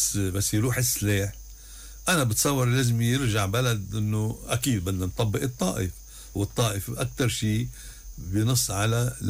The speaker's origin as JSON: {"language": "Arabic", "region": "North Governorate", "country": "Lebanon", "said": "أنا بعرف طرابلس، أنا ابن الشمال"}